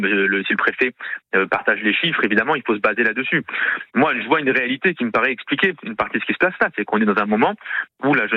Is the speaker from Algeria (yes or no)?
no; Toulouse, Occitanie, France; en tant que Toulousain